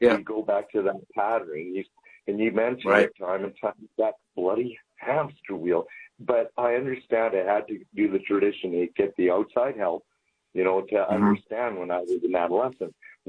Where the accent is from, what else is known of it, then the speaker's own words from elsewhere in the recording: Canmore, Alberta, Canada; No, I'm an Oilers fan. I'm originally from Canmore.